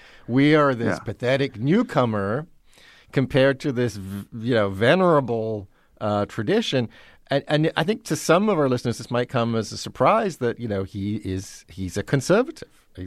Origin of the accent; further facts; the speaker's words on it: United Kingdom; I confess to being a Brit myself.